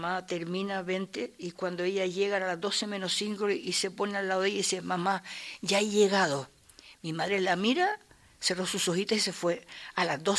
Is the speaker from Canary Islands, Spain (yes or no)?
yes; Ingenio, Canary Islands, Spain; Nosotros vivíamos en el Ingenio, los cuales nosotros somos del Ingenio, que queremos mucho a mi pueblo y a nuestro pueblo